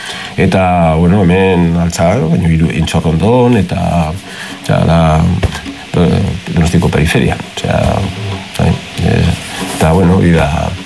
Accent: Basque Country, Spain; born there; da gure aberria, osea, auzo hemengo gure auzoak hemen Herrera, Roteta

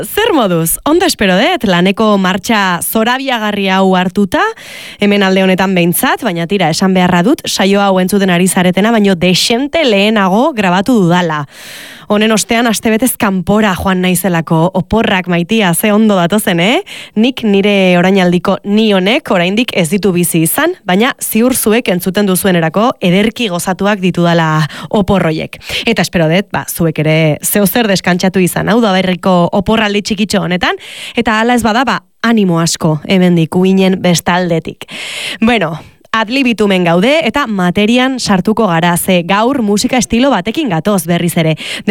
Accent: San Sebastián, Basque Country, Spain; Donostikoa naiz eta nere espresioa Pasaidoni banekoa

